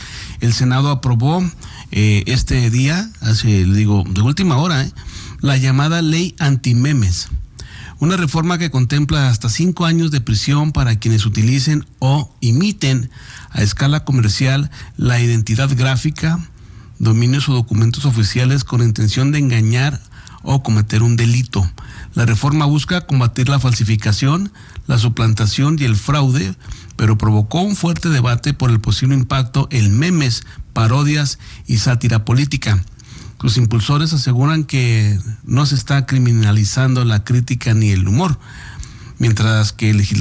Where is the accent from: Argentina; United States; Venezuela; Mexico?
Mexico; nosotros como mexicanos